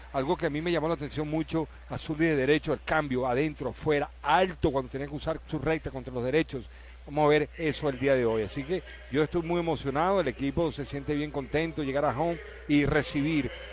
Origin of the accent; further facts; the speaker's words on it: Venezuela; moved away; Yo vengo de Venezuela, hace años que llegué aquí en el año 85, y fue por eso, por jugar béisbol